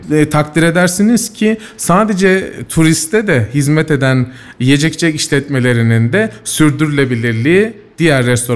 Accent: Antalya, Turkey; now in Kayseri, Turkey; yani ben Antalyalıyım, 12 senedir Kayseri'de yaşıyorum.

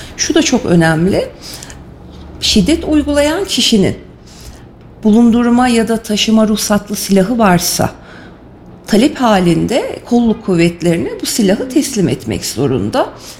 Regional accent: Ankara, Turkey; Memleketim Ankara.

